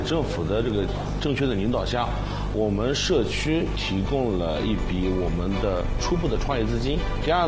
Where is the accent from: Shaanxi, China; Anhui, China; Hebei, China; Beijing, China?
Anhui, China; Feidong; 我们家乡的鹅